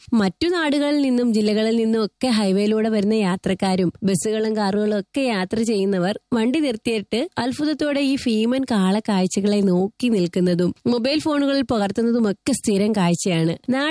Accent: Onattukara, Kerala, India; ഓണാട്ടുകരക്കാരി എന്ന നിലയിൽ എനിക്ക് അഭിമാനവും ഉണ്ട്

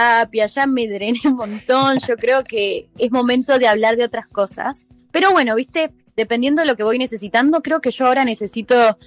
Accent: San Luis, Argentina; moved away as an adult; now in Buenos Aires, Argentina; yo soy de San Luis, soy de provincia, estoy hace 5 años en la ciudad, en la gran ciudad, en Buenos Aires

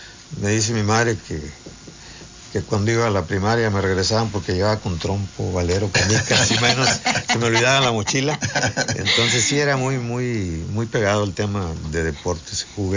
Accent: Ciudad Victoria, Tamaulipas, Mexico; born there; yo nací en Ciudad Victoria, Tamaulipas. … Tengo 69 años de edad.

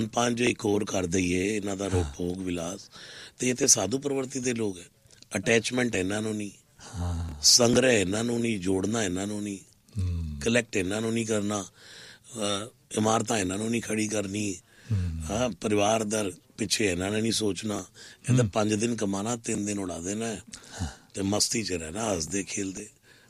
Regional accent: Delhi, India; ਇਹ ਦਿੱਲੀ ਦੀ ਗੱਲ ਹੋ ਰਹੀ ਹੈ। 2 ਮੰਦਰ ਬਣਵਾਏ ਜਿੱਥੇ ਮੇਰਾ ਜਨਮ ਹੋਇਆ ਸੀ

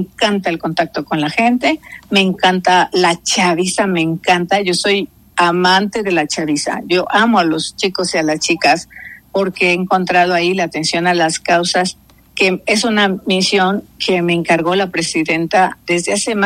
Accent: Guerrero, Mexico; moved away; hoy empiezo regresando en donde yo dejé mi semilla, mi ombligo y mi corazón, que es mi patria chica y que es Guerrero.

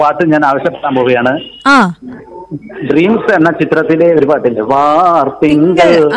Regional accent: Thilannur, Kerala, India; നമ്മുടെ തിലാനൂരിൽ ഞാൻ ജനിച്ചു വളർന്ന സുന്ദരമായ മനോഹരമായ ഒരു കൊച്ചു ഗ്രാമം.

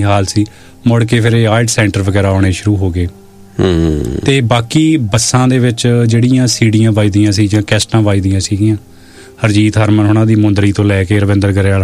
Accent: Narangwal, Punjab, India; ਹਾਂ ਮੇਰਾ ਪਿੰਡ ਨਾਰੰਗਵਾਲ ਕਿਉਂਕਿ ਸਾਡੇ ਪਿੰਡ ਤੋਂ 4 ਕਿਲੋਮੀਟਰ ਸਾਡਾ ਸਕੂਲ 8ਵੀਂ ਤੱਕ ਸੀ

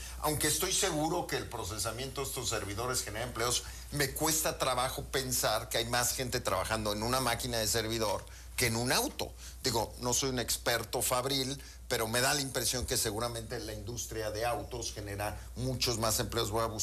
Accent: Mexico; bien por México.

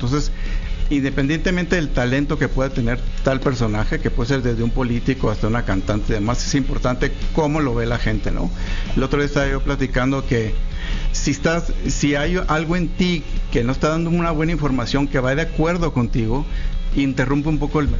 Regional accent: Hermosillo, Sonora, Mexico; yo de, claro, niño adolescente en Sonora.

